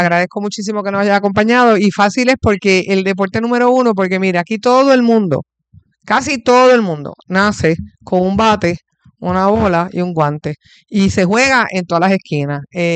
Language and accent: Spanish; Puerto Rico